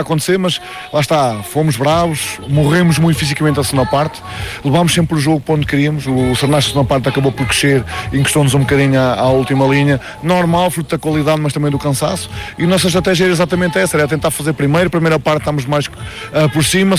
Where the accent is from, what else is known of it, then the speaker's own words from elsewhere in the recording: Coimbra, Portugal; Fico muito contente, porque eu sou de Coimbra, ver esta gente também de perto